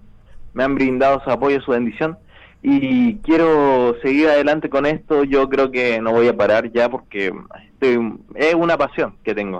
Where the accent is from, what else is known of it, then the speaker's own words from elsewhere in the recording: Santiago, Santiago Metropolitan Region, Chile; Santiago.